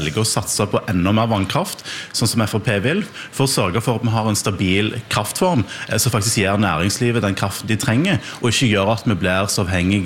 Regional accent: Rogaland, Norway; der jeg kommer fra i Rogaland

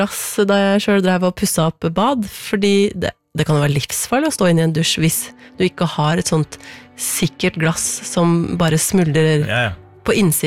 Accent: Bodø, Nordland, Norway; som vi ville sagt der jeg kommer fra, på Røysa

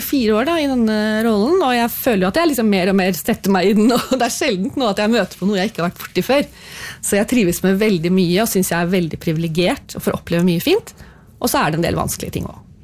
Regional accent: Råde, Østfold, Norway; now in Fredrikstad, Norway; Hvis jeg skal tilbake til Råde, så er jeg jo, jeg vokste opp på Tom på jordbruksskolen

